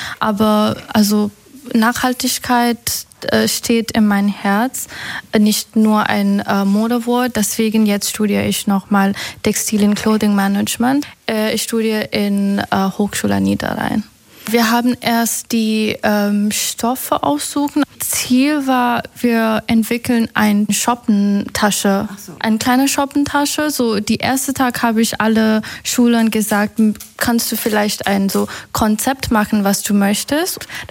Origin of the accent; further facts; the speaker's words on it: Nepal; German is a second language; moved away as an adult; now in Germany; ich komme aus Nepal. Ich bin in Deutschland seit 2019